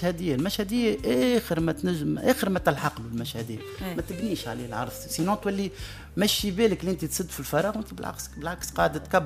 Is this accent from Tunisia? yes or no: yes; Tunisia; accent: Tunisian dialect